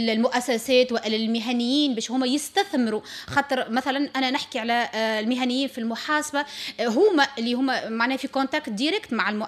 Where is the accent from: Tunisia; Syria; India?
Tunisia